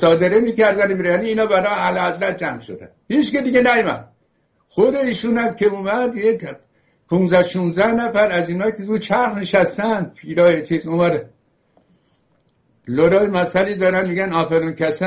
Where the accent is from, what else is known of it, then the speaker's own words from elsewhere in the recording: Iran; moved away; also born or lived in Los Angeles; ما ایرانی هستیم، جای دیگری نداریم برویم.